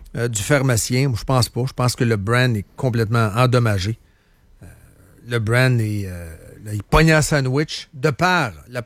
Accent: Quebec, Canada; I'm from Quebec, I'm Canadian.

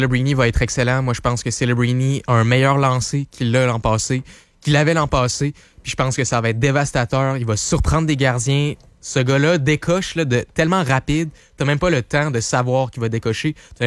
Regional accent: Canada

